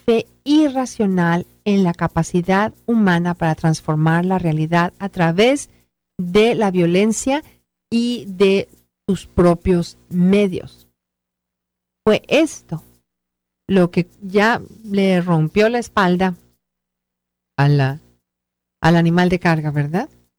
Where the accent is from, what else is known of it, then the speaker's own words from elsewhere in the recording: Mexico; Nosotros los mexicanos nos unimos como mexicanos y como personas.